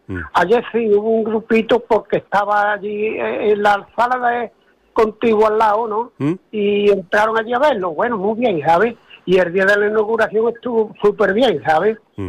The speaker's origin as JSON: {"language": "Spanish", "town": "La Puebla de Cazalla", "region": "Andalusia", "country": "Spain", "moved": "as an adult", "lives_now": "San Antonio, Spain", "said": "voy a punto de cumplir 75. Y una hermana mía que pinta en mi pueblo, que soy de la Puebla de Cazalla, ¿eh?, de Sevilla, pero llevo aquí ya 31 años."}